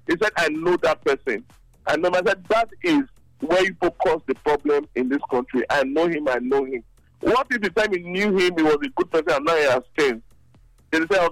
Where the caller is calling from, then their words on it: Benin City, Edo, Nigeria; I'm calling from Benin.